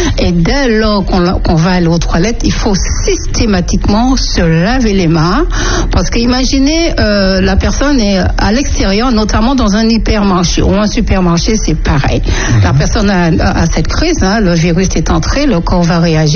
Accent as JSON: {"language": "French", "country": "Martinique", "said": "chez nous à la Martinique, parce que nous avons un climat qui est plutôt chaud"}